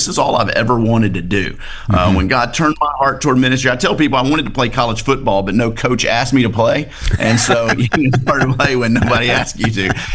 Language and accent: English; Bossier City, Louisiana, United States; I had a church in my hometown of Bossier City, Louisiana call.